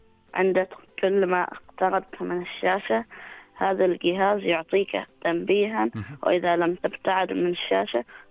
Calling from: Al Awabi, South Batinah, Oman; أنا من العوابي.

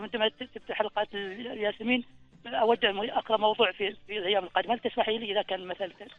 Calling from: Ad Dhahirah, Oman; هو نحن اساسا من ولايه ضيك، لكن بالنسبه لنا في القريه اللي انا اقطن فيها قريبه من عبري وينقل.

